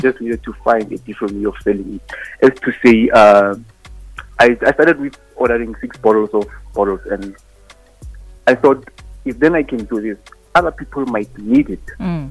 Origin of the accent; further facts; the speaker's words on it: Hammanskraal, Gauteng, South Africa; and I'm from Hammanskraal.